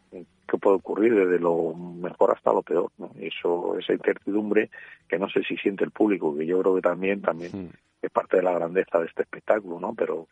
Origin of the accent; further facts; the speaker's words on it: Salamanca, Castile and León, Spain; also born or lived in Fuenlabrada; yo nací en Fuenlabrada, pero y me crié en Fuenlabrada, pero pasé aquí en Salamanca desde los 3 años. He estado aquí, ¿no? En el campo, ¿no?